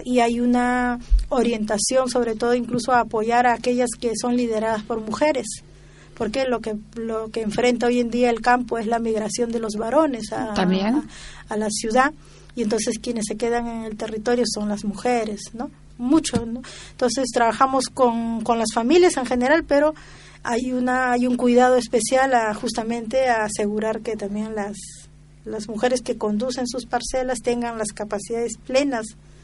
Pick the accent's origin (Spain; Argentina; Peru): Peru